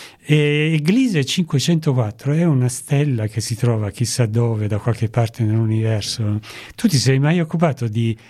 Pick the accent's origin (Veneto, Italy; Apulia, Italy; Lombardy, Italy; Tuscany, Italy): Apulia, Italy; Foggia; io sono di Foggia, quindi nord-sud della Puglia